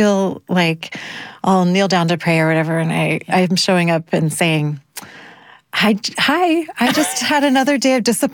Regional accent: Utah, United States; moved away; also born or lived in upstate New York; So I grew up in Southern Utah, which is very non-hydrated.

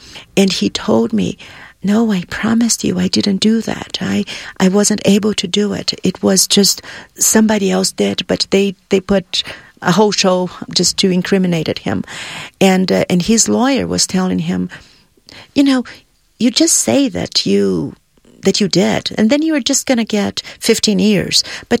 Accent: Brazil; moved away; I came from Brazil. I had lived in other countries before, but in Brazil, we never did that.

